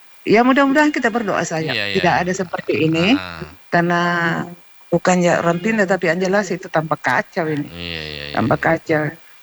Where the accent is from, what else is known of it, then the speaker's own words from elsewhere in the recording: South Sulawesi, Indonesia; Kita ini orang Bugis Makassar